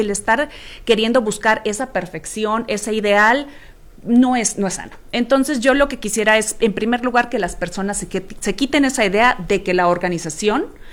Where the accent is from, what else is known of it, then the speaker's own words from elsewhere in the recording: Sonora, Mexico; Soy de Sonora.